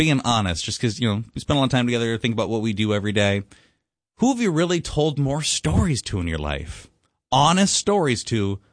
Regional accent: Minneapolis, Minnesota, United States; I grew up in the Minneapolis area. I'm no stranger to the dog sniffing lockers.

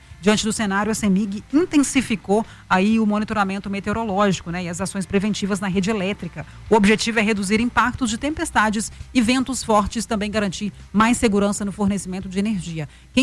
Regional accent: Patrocínio, Minas Gerais, Brazil; born there; Uberlândia, que fica lá na minha região do Triângulo Mineiro. Eu nasci ali pertinho de Uberlândia, Uberaba, sou de Patrocínio ali.

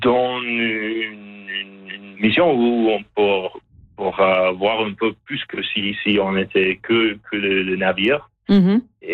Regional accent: Canada; chez nous au Canada.

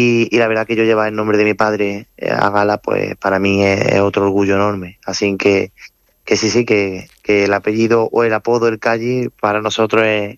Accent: Córdoba, Andalusia, Spain; amo a mi tierra como Córdoba

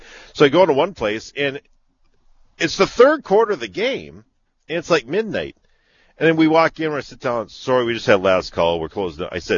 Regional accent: Barnesville, Minnesota, United States; as a man who once owned the wagon wheel in my hometown of Barnesville said

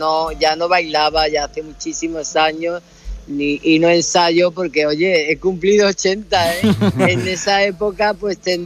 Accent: Córdoba, Andalusia, Spain; moved away; Estar en mi tierra ya es un regalo.

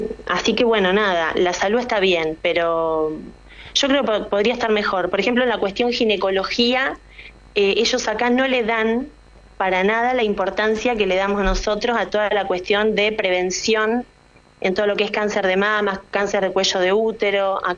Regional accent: Argentina; moved away as an adult; yo vengo de Argentina y me hago todo esto cada año

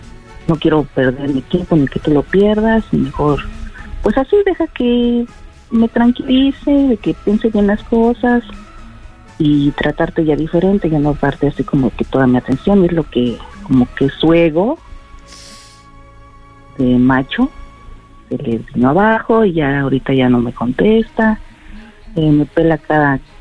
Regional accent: Mexico City, Mexico; Soy de la Ciudad de México del Sur.

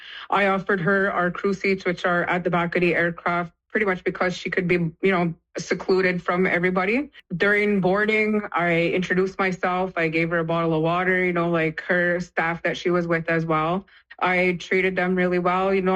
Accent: Kahnawake, Quebec, Canada; I'm Mohawk from Gunawage, you know, like First Nation.

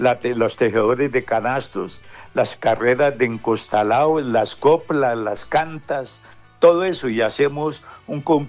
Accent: Sutamarchán, Boyacá, Colombia; born or raised there

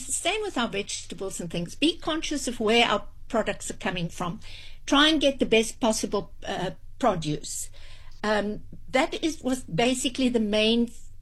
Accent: Free State, South Africa; also born or lived in Langebaan; now in Riebeek-Kasteel, South Africa; growing up in the Free State, of living in Langebaan, and I used to open my house for long table lunches. Now I live in Rebecca Steele

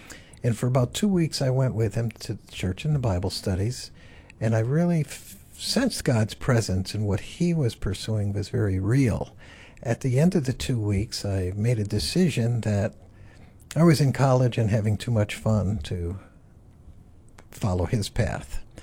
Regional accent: Farmington, Connecticut, United States; I grew up in Farmington, Connecticut, which is just west of West Hartford.

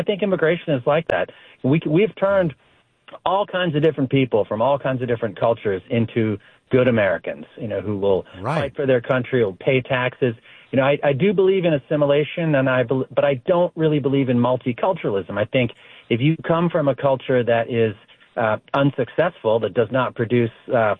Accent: France; also born or lived in England; now in United States; I was born in England and I moved to France when I was one and I moved here later. But, you know, I've gone back and forth. I still have a lot of family there.

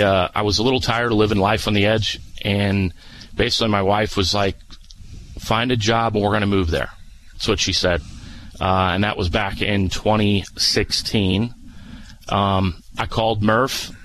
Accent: Rochester, United States; So I grew up in Rochester.

